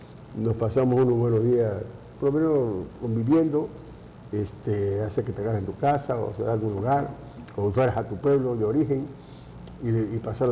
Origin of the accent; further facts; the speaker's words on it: Mexico; Que son únicas las fiestas nuestras.